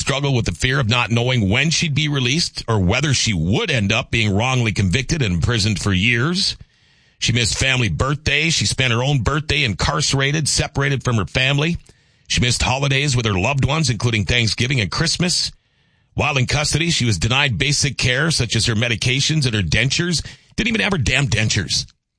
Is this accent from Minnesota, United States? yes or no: yes; Crookston, Minnesota, United States; born there; also born or lived in Thief River Falls, Minnesota; I was born in Crookston. I moved to Thief River Falls in fifth grade when my parents got divorced.